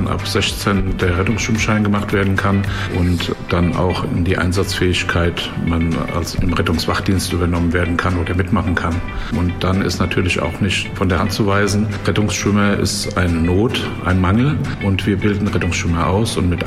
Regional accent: Wiesbaden, Hesse, Germany; Geboren in Wiesbaden, aufgewachsen, dort schwimmen gelernt.

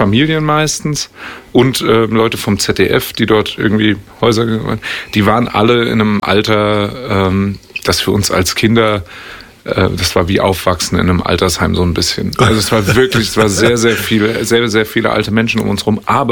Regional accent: Mainz, Rhineland-Palatinate, Germany; Also als Kind auf dem Lerchenberg aufzuwachsen, das war schon ein bisschen besonders, weil der Lerchenberg ist ja irgendwie Ende der 60er Jahre, Anfang der 70er Jahre gegründet worden und dann sind alle dahin gezogen.

